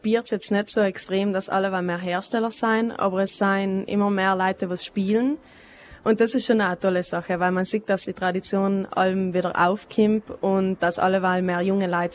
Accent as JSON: {"language": "German", "town": "Nals", "region": "Trentino-Alto Adige", "country": "Italy", "said": "wir sind aus Nals, das ist ein kleines Dorf in der Mitte von Bozen und Meran."}